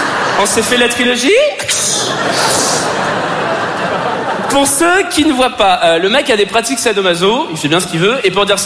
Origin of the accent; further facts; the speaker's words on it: Paris, Île-de-France, France; je suis parisien et superficiel